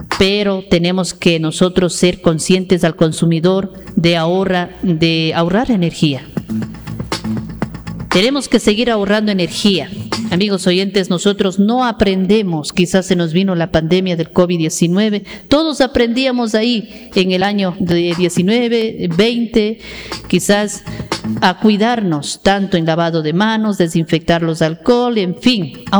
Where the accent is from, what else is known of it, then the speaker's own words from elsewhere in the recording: Ecuador; como ciudadanos, como ecuatorianos